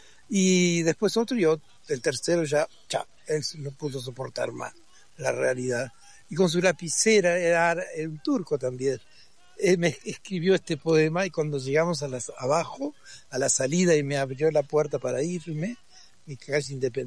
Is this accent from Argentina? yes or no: yes; Río Negro, Argentina